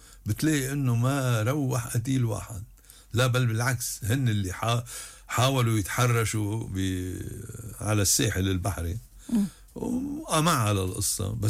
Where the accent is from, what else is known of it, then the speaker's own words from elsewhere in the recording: North Governorate, Lebanon; أنا بعرف طرابلس، أنا ابن الشمال، كان جوهرة بالمطاعم والازدهار